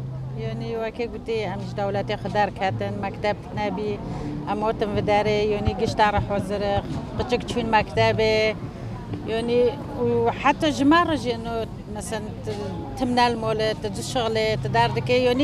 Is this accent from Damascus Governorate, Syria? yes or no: no; Afrin, Aleppo Governorate, Syria; now in Germany; أنا من سوريا، من عفرين.